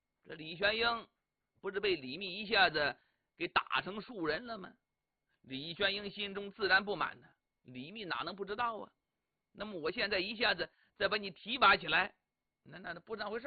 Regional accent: Dingtao, Shandong, China; 济阴郡就是我的老家山东定陶那一带。

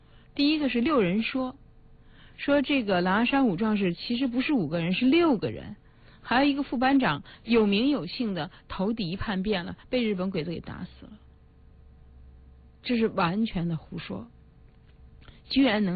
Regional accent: Beijing, China; 因为我北京人，北京生，北京长。

